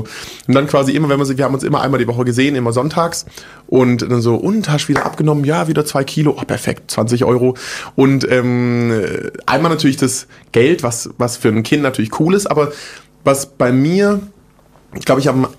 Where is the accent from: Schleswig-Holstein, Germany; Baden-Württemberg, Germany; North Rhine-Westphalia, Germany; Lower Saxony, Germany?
Baden-Württemberg, Germany; Großbottwar; also born or lived in Stuttgart / Frankfurt; Schwabe, genau. Ich bin in Stuttgart geboren, bin in so einem Kaff aufgewachsen, das heißt Großbottwar. Also will ich da wohnen, was wohnen da 10, 15.000 Leute vielleicht. Bin da mit meiner Family groß geworden, bis ich 10 war.